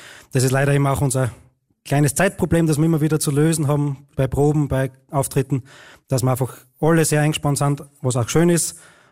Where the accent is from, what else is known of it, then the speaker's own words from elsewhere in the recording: Styria, Austria; wir kommen tatsächlich eigentlich aus der ganzen Steiermark zusammengewürfelt.